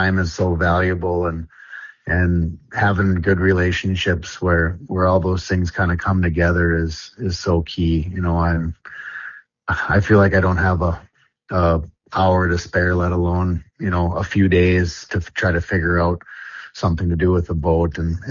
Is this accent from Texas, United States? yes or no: no; Grand Rapids, Michigan, United States; It's right here in my hometown, Raceport Marine, Grand Rapids.